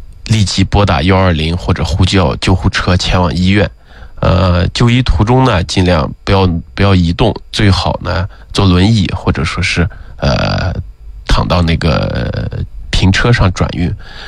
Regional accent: Xinjiang, China; 特别是我们新疆人，比较胖，然后胖的人比较多

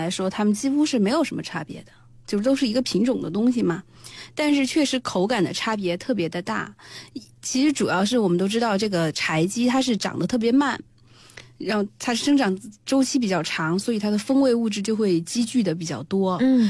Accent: southern China, China; 像我们也是南方人爱吃白斩鸡

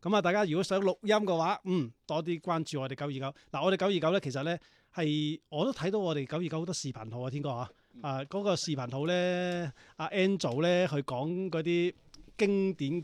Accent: Guangdong, China; 我哋作为广东人

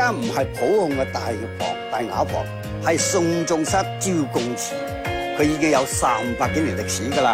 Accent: Lingnan, China; born there; 我哋下路嘅村民

